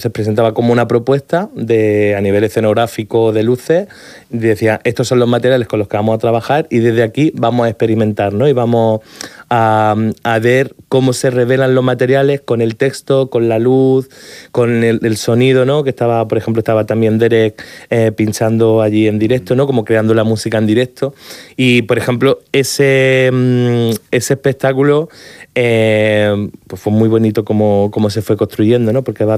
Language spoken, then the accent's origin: Spanish; Jaén, Andalusia, Spain; now in Murcia, Spain; Porque yo soy de Jaén, digo, pero mi corazón también está en Murcia, claro, me tiré muchos años viviendo aquí y para mí es como escasa venir a Murcia siempre.